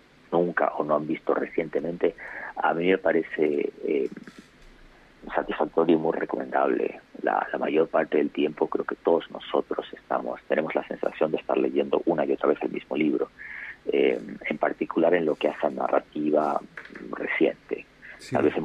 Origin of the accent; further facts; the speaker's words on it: Argentina; moved away; Iba a decir que más allá de que mi acento haya cambiado, que yo lleve hasta el sí. más tiempo viviendo fuera de Argentina que en el país